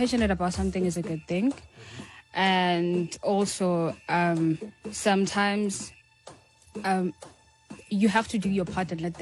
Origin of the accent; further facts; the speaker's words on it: Limpopo, South Africa; I'm from Beresford, Limpopo.